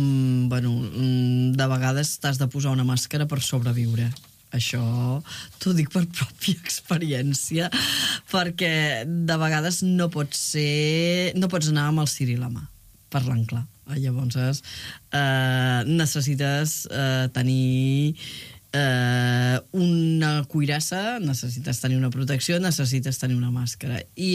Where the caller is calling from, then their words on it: Caldes d'Estrac, Catalonia, Spain; el meu poble, a Caldetes